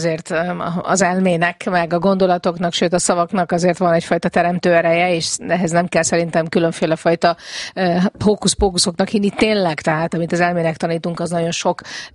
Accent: Hungary; also born or lived in United States; ahogy itt én nőttem fel

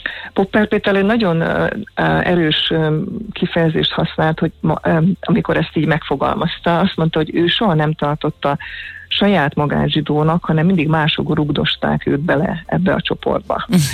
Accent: Hungary; nagyon magyarok voltunk

